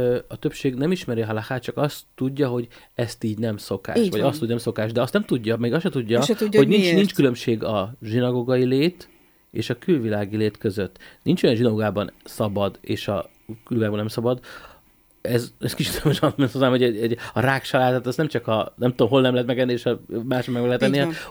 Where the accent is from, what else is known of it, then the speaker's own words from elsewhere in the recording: Hungary; én 77-ben születtem, hát én úgy nőttem föl egészen az egész tini korom végéig, hogy nem volt Magyarországon sem Valentin nap, sem pedig Halloween.